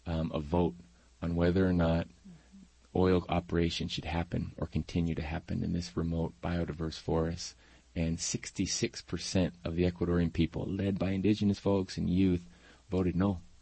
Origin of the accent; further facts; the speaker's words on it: San Francisco, California, United States; moved away as an adult; now in Amazon; I'm from San Francisco. Went to school at Berkeley. This is my hometown. And but I moved down to the Amazon about 15 years ago.